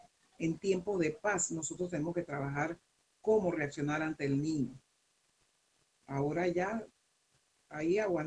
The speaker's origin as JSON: {"language": "Spanish", "country": "Panama", "said": "como panameños de a pie"}